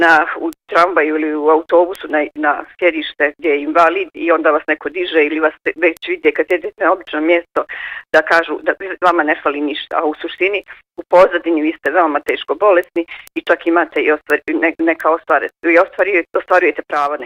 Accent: Bosnia & Herzegovina; samo kod nas u Bosni i Hercegovini postoji.

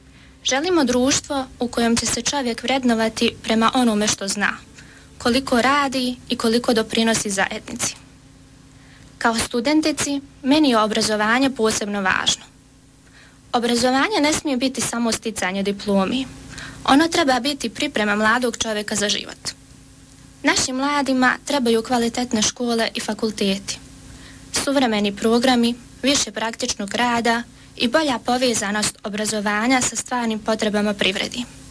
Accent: Gračanica, Federation of Bosnia and Herzegovina, Bosnia & Herzegovina; also born or lived in Tuzla; rođena sam 31.12.2001. godine u Tuzli, a dolazim iz Gračanici.

